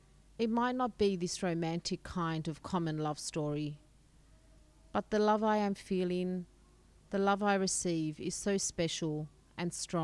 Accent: Germany; as I grew up in Germany, and as I am, not white enough. I'll never be accepted as German, actually.

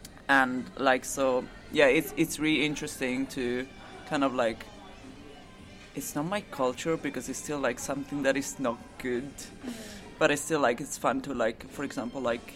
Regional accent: Italy; I'm from Italy, and my father's family is from Naples.

